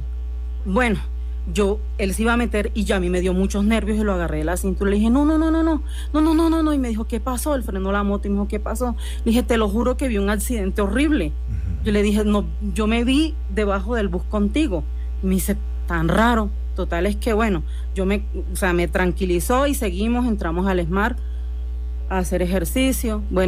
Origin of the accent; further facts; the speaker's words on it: Caribbean Region, Colombia; Yo no sabía, porque yo soy costeña, yo no, ni idea.